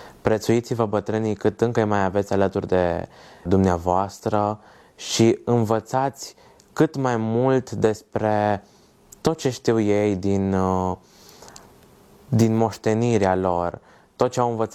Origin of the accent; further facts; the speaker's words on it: Banat, Romania; Satul din care provin eu este un fost sat nemțesc în care nu au fost bănățeni Bănățeni nativi.